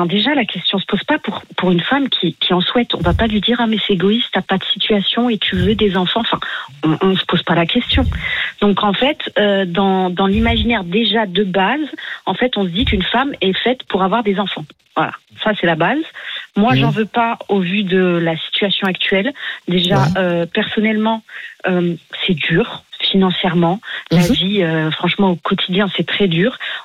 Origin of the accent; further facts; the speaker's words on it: Algeria; Alors moi, en plus, je suis algérienne